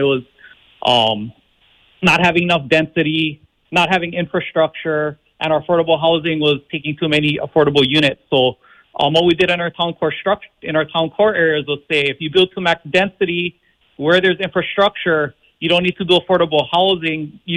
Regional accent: Kauai, Hawaii, United States; I'm born and raised on Kauai

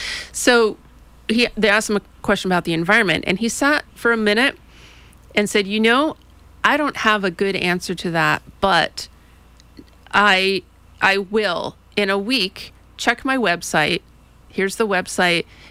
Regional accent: Kauai, Hawaii, United States; whereas like I was born and raised on Kauai and I care.

